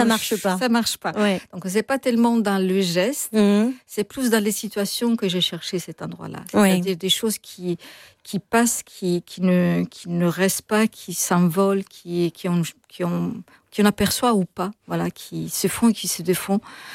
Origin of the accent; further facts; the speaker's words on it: Florence, Tuscany, Italy; moved away; je viens de Florence